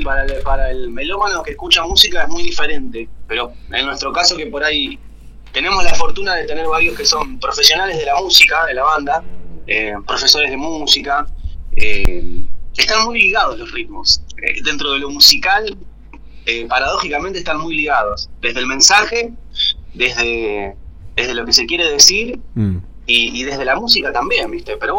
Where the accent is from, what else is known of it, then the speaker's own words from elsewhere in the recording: Luján, Buenos Aires Province, Argentina; ahora todos los integrantes somos de Luján.